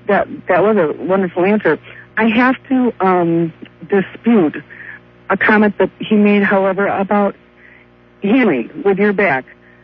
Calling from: Cleveland, Ohio, United States; I'm in the Cleveland, Ohio area.

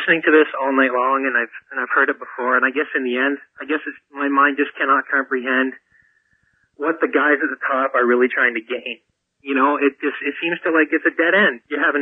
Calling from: Canada; As a Canadian, we have a different sense of patriotism up here.

